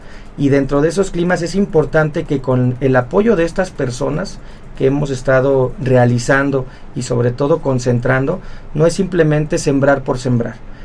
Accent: Tepeaca, Puebla, Mexico; Pues mira, nosotros somos de Tepeaca, uh-huh. En efecto. Realmente Tepeaca es un municipio que últimamente ha tomado mucha importancia.

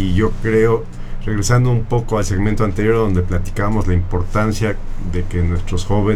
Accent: Mexico

